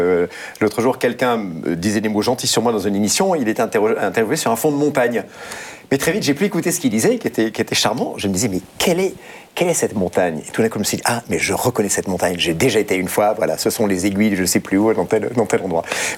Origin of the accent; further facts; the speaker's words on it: Nouvelle-Aquitaine, France; Et je retrouve les joies de mon enfance, sur la Côte Basque et sur le Pays Basque intérieur, ce qui est une région magnifique.